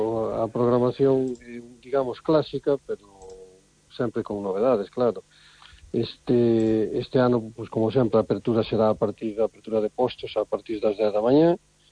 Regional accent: Galicia, Spain

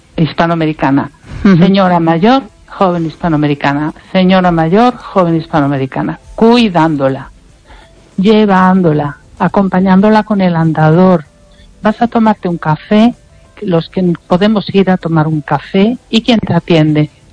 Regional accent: Lugo, Galicia, Spain

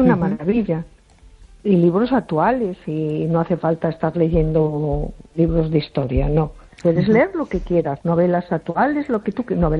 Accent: A Coruña, Galicia, Spain

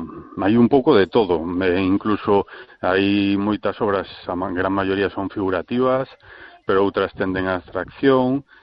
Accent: Vigo, Galicia, Spain

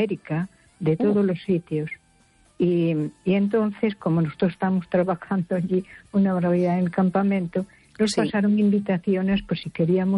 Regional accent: Ferrol, Galicia, Spain

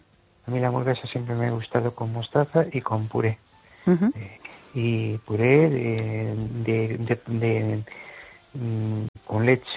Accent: Amoeiro, Galicia, Spain

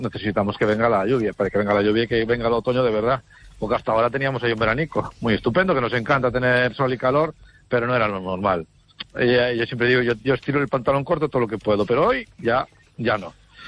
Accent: Galicia, Spain; Galicia en siete objetos, y yo salí de esa conferencia pensando, joder, qué bonita es mi tierra, cuántas cosas tenemos

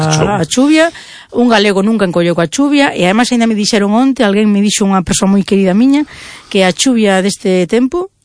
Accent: Santiago de Compostela, Galicia, Spain; Digo, os que somos de Santiago de toda a vida. Eu que vivo nun alto que sempre os víamos.

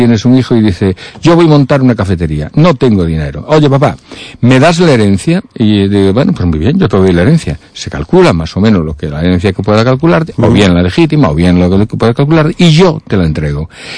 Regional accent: Galicia, Spain; nosotros, claro, los que somos de Galicia

